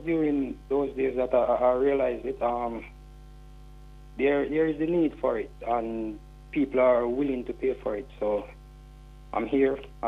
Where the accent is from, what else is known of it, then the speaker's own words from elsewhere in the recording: Malvern, Saint Elizabeth, Jamaica; Yeah, I'm from Malvern.